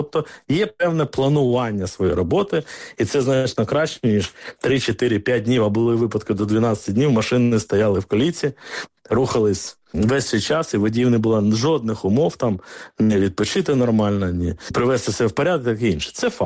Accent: Kherson, Kherson Oblast, Ukraine; ніхто не застрахований сьогодні ні в Мукачево, ні в моєму рідному Херсоні, ні в Харкові, ні в Сумах, ні в Києві

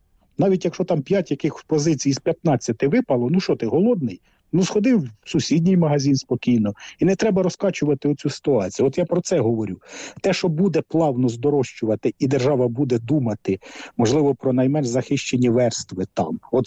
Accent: Romny, Sumy Oblast, Ukraine; от мої рідні Ромни, там от 7 шахедів розбомбили

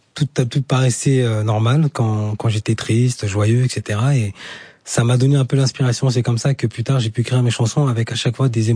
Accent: Senegal; first language Jahanka; French is a second language; Non, normal, c'est ma langue maternelle, parce qu'au Sénégal, c'est le Wolof.

